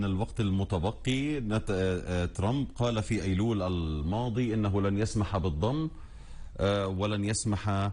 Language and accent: Arabic; Palestine; لنا كفلسطينيين